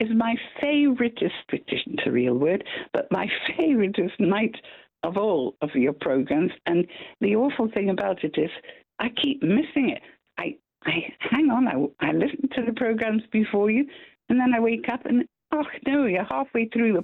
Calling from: Scotland, United Kingdom; it's not my first language. I'm actually Scottish.

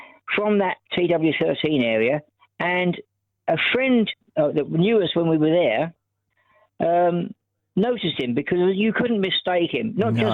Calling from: London, United Kingdom; But we moved to the far end of the Boston Manor Road, where you get to Hanwell.

